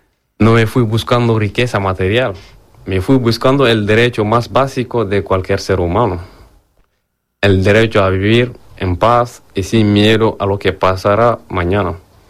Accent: Mali; moved away; Cuando me fui de Mali, hace 3 años, en un momento que quedarme ya no era una opción si quería conservar mi vida. y mi libertad. La solución en mi país se volvió insostenible

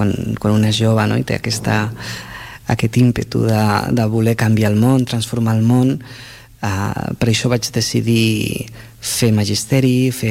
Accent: Tarragona, Catalonia, Spain; also born or lived in Madrid; vaig estar els dos primers anys de la meva vida a Madrid i per tant no me'n recordo de res. Soc tarragoní, d'identitat tarragonina, no? No he vingut a Tarragona, i tarragoní, de soc arrel.

